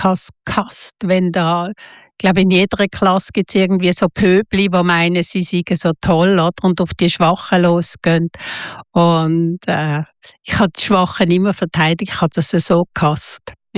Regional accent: Basel, Basel-Stadt, Switzerland; Das war so Jugendhauszeit und ich bin in Basel aufgewachsen, oder?

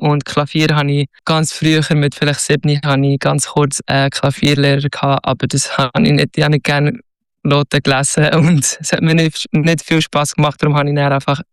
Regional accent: Zürich, Zurich, Switzerland; born there; now in Steffisburg, Switzerland; Ich bin in Zürich geboren, aber wohne jetzt in Steffisburg. Ich mache eine Schreinerlehre, bin jetzt im zweiten Lehrjahr und bin jetzt gerade 19 geworden.

